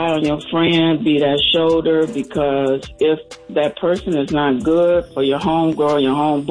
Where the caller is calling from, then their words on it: Michigan, United States; I'm calling from Michigan.